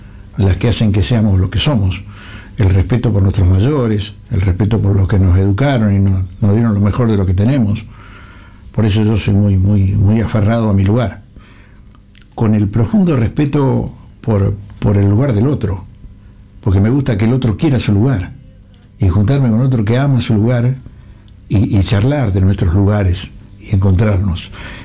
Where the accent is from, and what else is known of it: Villa Gobernador Gálvez, Santa Fe, Argentina; born or raised there